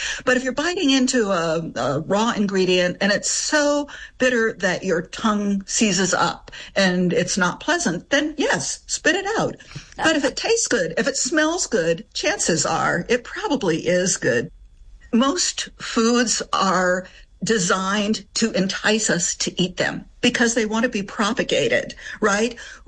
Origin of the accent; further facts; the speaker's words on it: Appalachia, United States; moved away as an adult; also born or lived in France; although I was born and raised here in Appalachia, I spent 20 years in France.